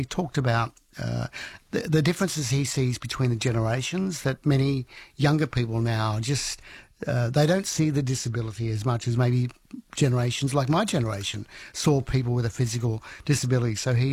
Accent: Lismore, New South Wales, Australia; I spoke to a young man only recently in my hometown of Lismore in northern New South Wales

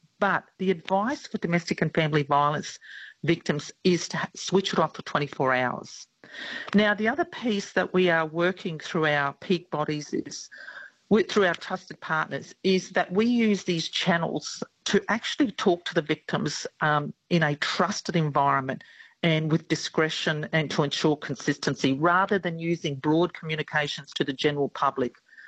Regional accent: Queensland, Australia; and I come from the Far North Queensland

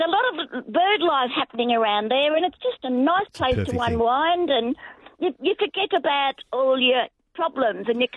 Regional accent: Ballarat, Victoria, Australia; I grew up in Ballarat, not far from Lake Wendouree.

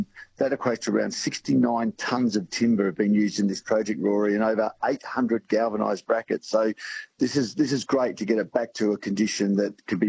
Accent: Port Augusta, South Australia, Australia; I grew up there in Port Augusta

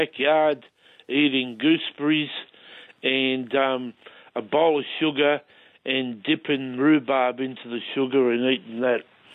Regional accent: Scotland, United Kingdom; My grandmum, so I grew up in Scotland, she was German

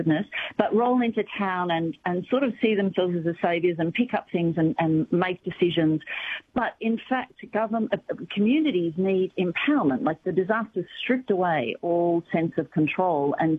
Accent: Macedon, Victoria, Australia; we go to Macedon, which is my hometown

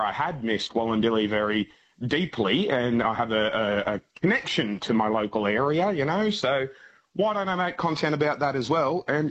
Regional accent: Australia; also born or lived in New York, United States; I grew up in Australia, but I moved to America for a period of about 5 years between 2018 and the end of 2024, or the start of 2024, sorry.

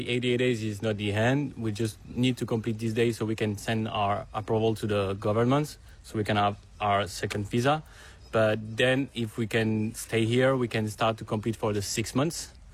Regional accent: France; now in Wyndham, Australia; I'm 30, I'm from France, and I'm working in the caravan park in Wyndham.

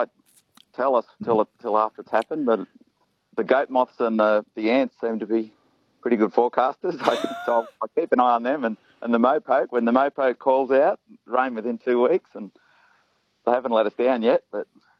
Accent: Gunnedah, New South Wales, Australia; Oh, I'm from over Gunnedah way.

